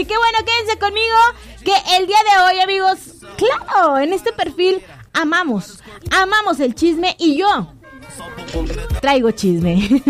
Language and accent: Spanish; Mexico; Que somos mexicanos